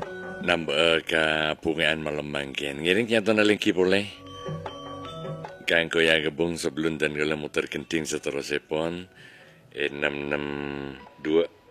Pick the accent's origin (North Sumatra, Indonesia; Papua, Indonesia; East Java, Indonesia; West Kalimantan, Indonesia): East Java, Indonesia; Rubaru; Saya dari Rubaru ki ….